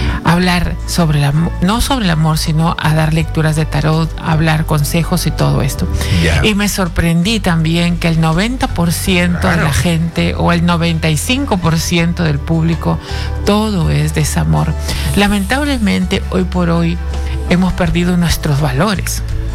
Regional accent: Peru; yo soy peruana

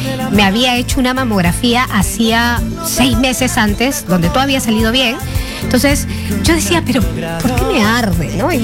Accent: Mexico; moved away as an adult; Yo me fui de México habiéndome separado. No, me separé y a los 6 meses, estuve casada a los 6 meses, me mudé del país.

